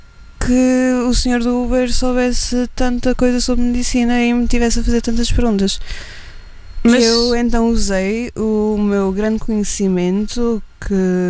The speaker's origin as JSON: {"language": "Portuguese", "region": "Madeira", "country": "Portugal", "said": "Eu não sou do centro. Eu sou o mais sul possível. Eu sou da Madeira."}